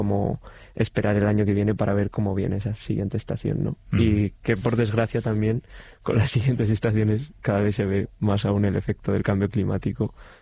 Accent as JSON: {"language": "Spanish", "town": "Cerceda", "region": "Galicia", "country": "Spain", "tie": "born or raised there", "said": "yo, viviendo en Cerceda, vivía en mi pueblo, pero ya naciendo en 2001, pues tenías como la posibilidad de vivir en tu casa y en tu habitación, más que vivir en el pueblo, ¿no?"}